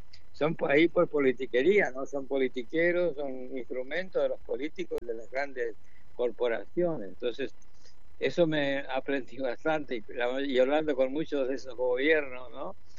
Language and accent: Spanish; Argentina; Ah, soy de Argentina. Sí, soy de Argentina.